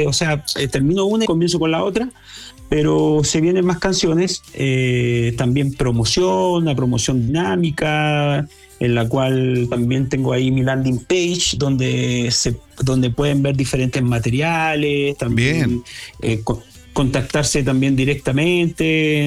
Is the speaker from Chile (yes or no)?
yes; Chile; para nosotros como chilenos, nos sentimos bien orgullosos